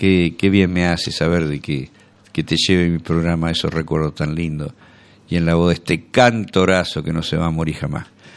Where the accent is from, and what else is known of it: Argentina